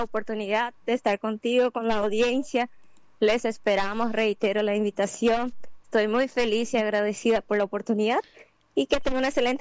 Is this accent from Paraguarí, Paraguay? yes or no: no; Caaguazú, Paraguay; now in Santa Rita, Paraguay; soy paraguayo, soy nacida en Paraguay, soy caguaseña. Y el acento se me agarró un poquitito, pero tenemos